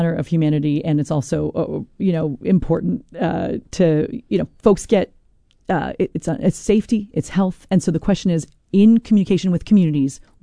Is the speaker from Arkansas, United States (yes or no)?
no; Newbury, Vermont, United States; So look, I grew up in Newbury, Vermont on a dirt road because my family thought it's the best place in the world to raise kids.